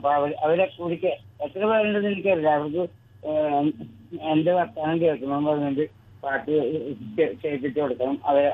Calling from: Bangalore, Karnataka, India; ബാംഗ്ലൂരിൽ നിന്നാണ് വിളിക്കുന്നത്.

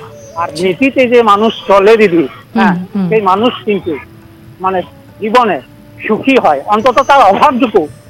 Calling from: Dubrajpur, West Bengal, India; হ্যাঁ, আমি পশ্চিমবঙ্গের বীরভূম জেলার দুবরাজপুর থেকে … কথা বলছি দিদি।

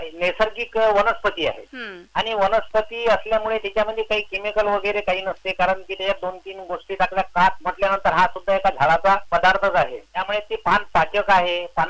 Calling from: Vadoda, Maharashtra, India; वडोदा पानाचे तालुका मुक्ताईनगर जिल्हा जळगाव येथून संवाद साधत आहे.

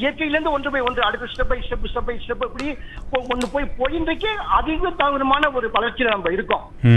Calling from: Manakudi, Tamil Nadu, India

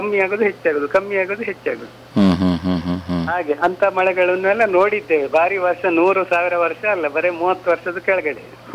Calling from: Karnataka, India; ಈಗ ನೋಡಿ ಇಲ್ಲಿ ಕರಾವಳಿಯಲ್ಲಿ ಜಾಸ್ತಿ ಇತ್ತದು

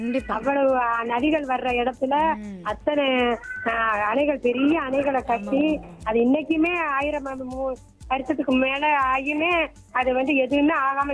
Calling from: Paramakudi, Tamil Nadu, India; நாங்க பரமக்குடி

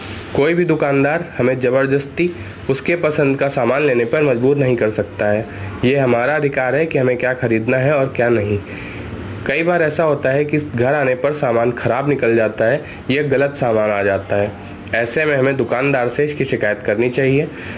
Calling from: Kanpur, Uttar Pradesh, India; मैं कानपुर के नवस्था क्षेत्र का निवासी हूँ।

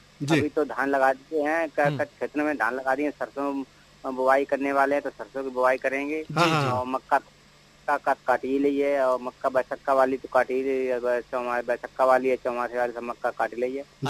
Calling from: Farrukhabad, Uttar Pradesh, India; बात कर रहा हूँ, फरुखाबाद उत्तर प्रदेश कानपुर के पास में पड़ता है मेरा जिला फरुखाबाद जिला।

